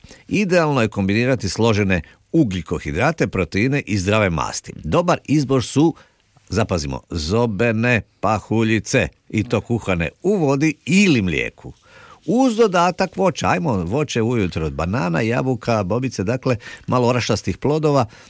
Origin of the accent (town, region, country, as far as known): Croatia